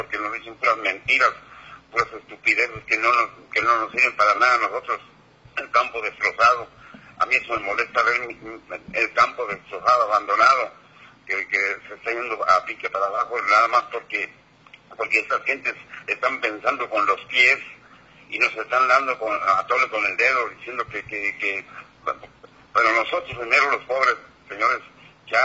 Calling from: Mexico; acá de Ejido Lázaro Cárdenas.

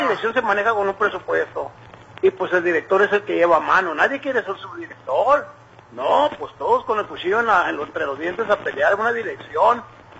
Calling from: Mexico

